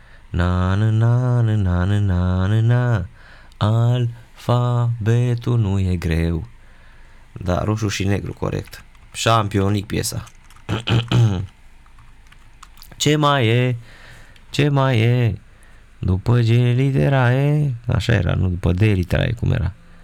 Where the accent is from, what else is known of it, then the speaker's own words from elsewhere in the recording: Oltenia, Romania; m-am născut și am crescut în Oltenia